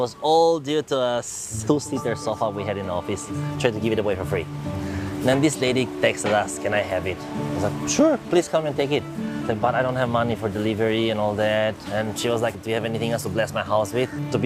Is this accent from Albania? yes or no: yes; Albania; now in Singapore; Like, I come from Albania.